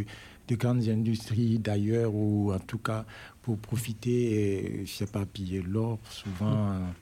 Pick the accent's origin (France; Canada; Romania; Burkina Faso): Burkina Faso; chez nous, chez moi au Burkina Faso